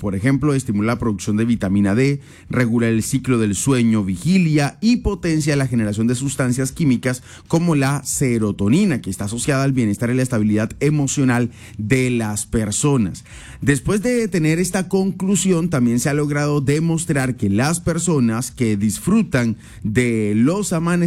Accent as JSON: {"language": "Spanish", "town": "Valledupar", "region": "Cesar", "country": "Colombia", "said": "yo por defender sinceramente mi tierra, y también se ven atardeceres muy hermosos en Valledupar"}